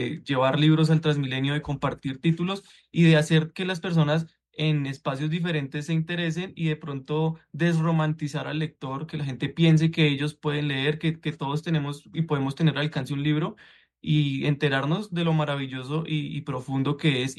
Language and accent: Spanish; Colombia; los colombianos hemos sido pioneros en literatura y en un montón de cosas